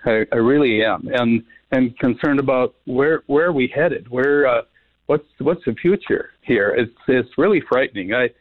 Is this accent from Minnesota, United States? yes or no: yes; Moorhead, Minnesota, United States; now in West Fargo, United States; I grew up in Moorhead